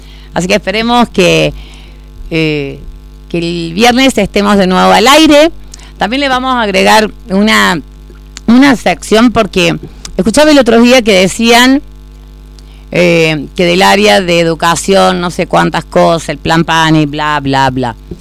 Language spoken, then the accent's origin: Spanish; Argentina